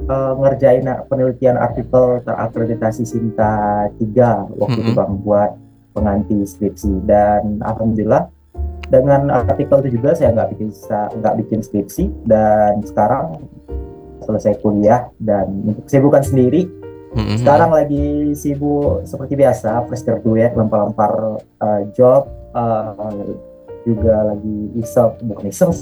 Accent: Bukittinggi, West Sumatra, Indonesia; born there; also born or lived in Sibolga; Sebenarnya saya lahir di Bukit Tinggi, tapi sekolah menengah di Man Tapanuli Tengah dan juga kuliah di Aceh.

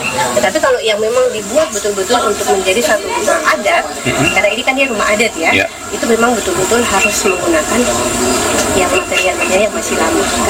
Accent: Biak, Papua, Indonesia; Dan itu kalau kami dari Biak itu kadang yang masih menjadi salah satu yang kental itu adalah kepercayaan kepada leluhur-leluhur kami.

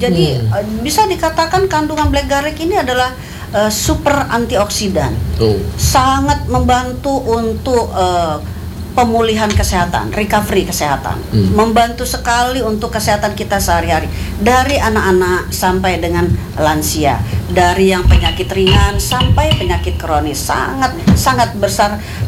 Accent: Lampung, Indonesia; ledes kalau kata kita orang Lampung

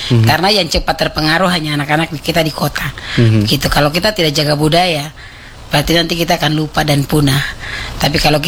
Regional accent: Southwest Papua, Indonesia; Salah satunya dari kita suku Moi, siapa tahu dari suku lain lagi, suku dari Maibrat, dari Sorong Selatan, dari Nanuatan.

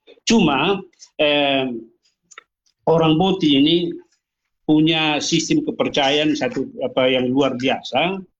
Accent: East Nusa Tenggara, Indonesia; kalau kami orang Timur yang berbahasa Dawan, yang walaupun sudah beragama itu

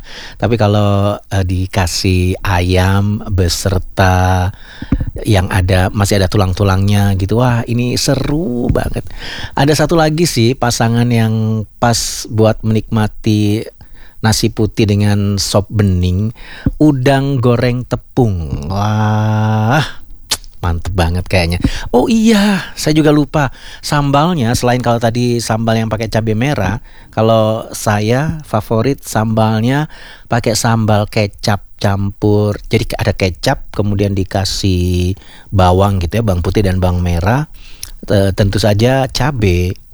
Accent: East Java, Indonesia; terus sambelnya itu sambel merah sih biasanya dulu zaman saya waktu kecil di Jawa Timur.

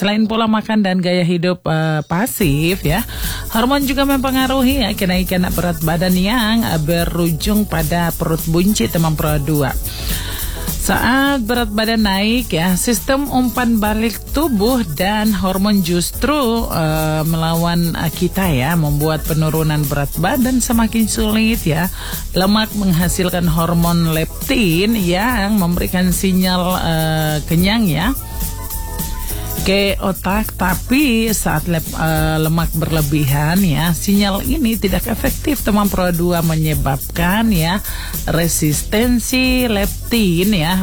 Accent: Merauke, South Papua, Indonesia; Kita orang Merauke biasa bilang begitu kan.

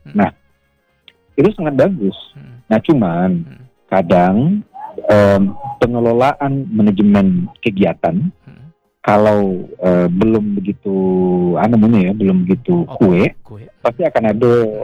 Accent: West Sumatra, Indonesia; Jadi mungkin, namanya kita orang Minang dah, pasti raso sagan itu ada.

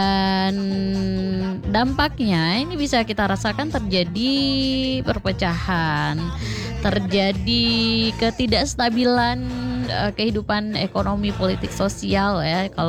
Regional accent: Aceh, Indonesia; kalau kita orang Aceh

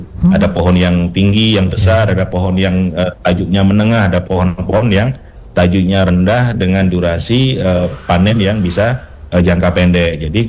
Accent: Aceh, Indonesia; kita di Aceh ini

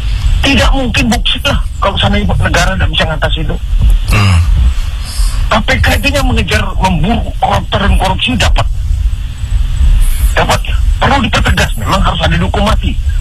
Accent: Samarinda, East Kalimantan, Indonesia

